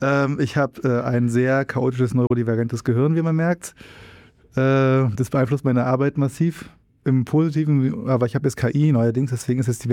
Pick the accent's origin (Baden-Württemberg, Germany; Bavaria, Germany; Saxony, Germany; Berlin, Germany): Berlin, Germany; Ich bin irgendwo in meinem Ende der 30er. Noch. Ich wohne in Berlin, ich komme aus Berlin.